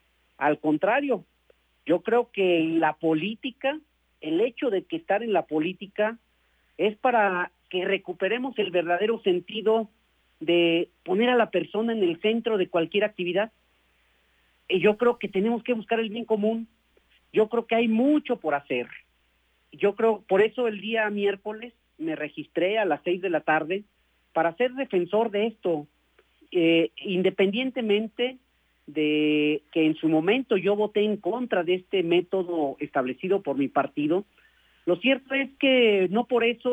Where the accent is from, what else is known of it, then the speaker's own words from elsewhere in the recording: Irapuato, Guanajuato, Mexico; born there; Irapuato, donde yo nací